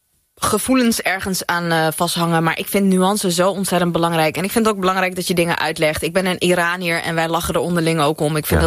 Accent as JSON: {"language": "Dutch", "town": "Amsterdam", "region": "North Holland", "country": "Netherlands", "tie": "born there", "said": "Ik ben geboren in Amsterdam. Maar vanuit huis heb ik altijd geleerd van mijn moeder, thuis spreken we Farsi. En op school mag je Nederlands leren."}